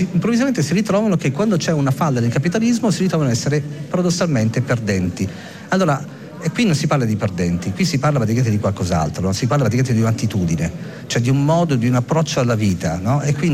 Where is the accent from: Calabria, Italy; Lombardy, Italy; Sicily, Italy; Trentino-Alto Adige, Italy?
Lombardy, Italy; Brianza; Io sono nato e cresciuto in Brianza